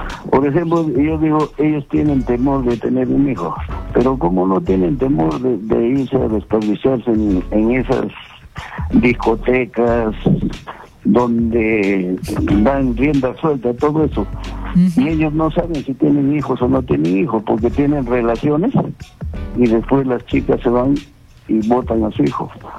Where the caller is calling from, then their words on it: Cajamarca, Peru; ellos viven en Lima, yo vivo en Cajamarca.